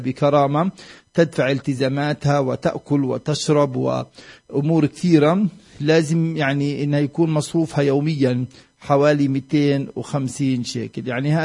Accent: Palestine; عندنا في فلسطين

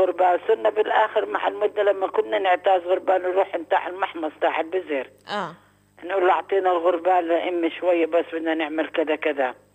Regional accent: Nablus, West Bank, Palestine; طب أنا بنت نابلس وعايشة في نابلس وأم الدنيا

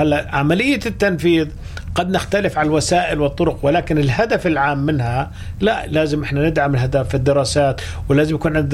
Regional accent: Palestine; إحنا كمان كفلسطينيين

